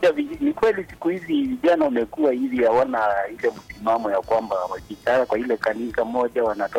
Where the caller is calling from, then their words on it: Thika, Kiambu County, Kenya; kutoka Dika Makongeni.